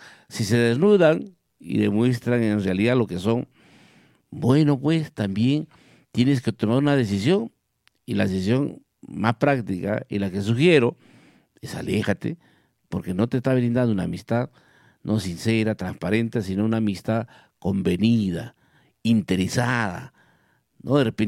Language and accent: Spanish; Villa Rica, Pasco, Peru; Buenos días, Villarrica. ¿Cómo amaneció mi pueblo querido?